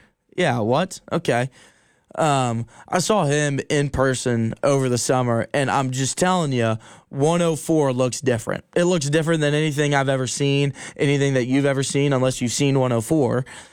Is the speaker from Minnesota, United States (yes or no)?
no; Atlanta, Georgia, United States; I'm from Atlanta, so I have a little bit of ties to the Braves.